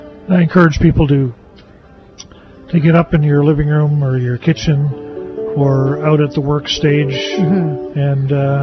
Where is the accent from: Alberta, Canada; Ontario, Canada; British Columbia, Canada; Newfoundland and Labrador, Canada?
Newfoundland and Labrador, Canada; St. John's; But my favorite is his tribute to his hometown of St. John's, Newfoundland, and partly because I love the song and I think it's a beautiful waltz, and partly because it's also my hometown.